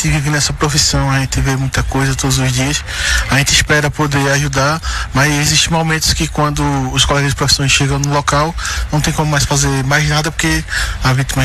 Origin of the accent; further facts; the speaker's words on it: Barra de Guabiraba, Pernambuco, Brazil; Não, somos de Barra de Guabiraba mesmo.